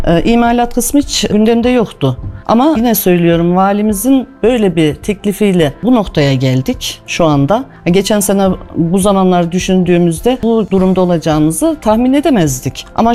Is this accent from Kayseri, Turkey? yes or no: yes; Kayseri, Turkey; Ben doğma büyüme Başakpınarlıyım mesela.